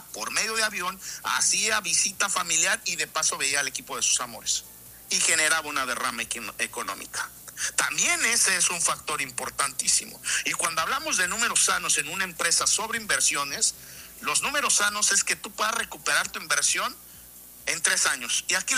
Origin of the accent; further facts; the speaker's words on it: Michoacán, Mexico; somos michoacanos en los cuales pertenecemos a nuestro Estado